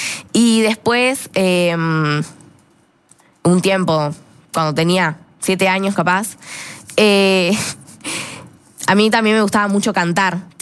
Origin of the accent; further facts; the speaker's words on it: Magdalena, Buenos Aires Province, Argentina; Yo soy de Magdalena, a 100 kilómetros de acá, provincia de Buenos Aires.